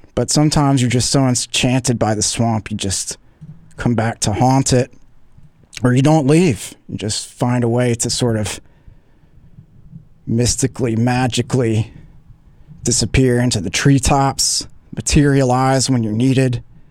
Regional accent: Columbia, South Carolina, United States; I've always thought that about my hometown of Columbia.

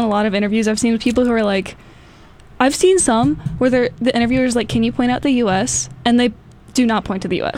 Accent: Ohio, United States; I'm from Ohio.

